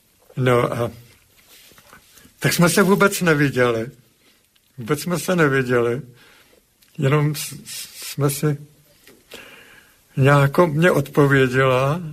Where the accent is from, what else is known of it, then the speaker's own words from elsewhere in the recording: Prague, Czechia; tam blízko, co já jsem prožil to dětství, na Kačerově sídliště